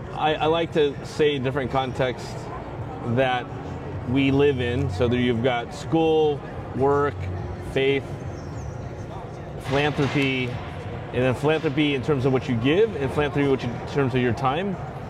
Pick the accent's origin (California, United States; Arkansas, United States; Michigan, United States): California, United States; Alameda; today's guest is also from my hometown of Alameda, near San Francisco, California.